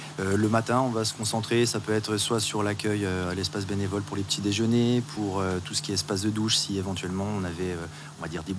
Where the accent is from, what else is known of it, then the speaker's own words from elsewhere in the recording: Charleville-Mézières, Grand Est, France; je suis né à Charleville, originaire de la vallée de la Meuse.